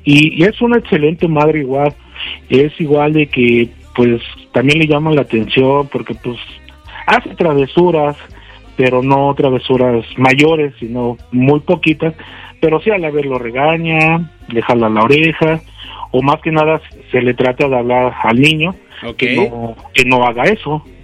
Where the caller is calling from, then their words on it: Apizaco, Tlaxcala, Mexico; De aquí, de Apizaco.